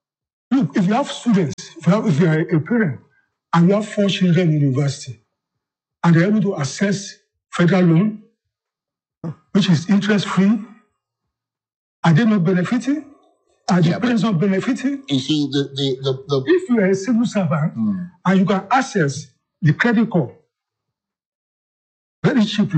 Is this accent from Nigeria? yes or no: yes; Nigeria; I'm a Nigerian.